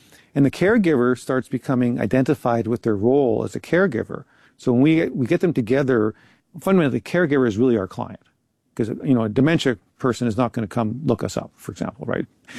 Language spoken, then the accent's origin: English; Moose Jaw, Saskatchewan, Canada; Moose Jaw, Saskatchewan, which is my hometown